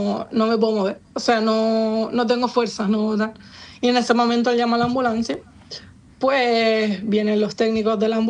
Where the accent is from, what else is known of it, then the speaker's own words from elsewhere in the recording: Lanzarote, Canary Islands, Spain; Yo soy de Lanzarote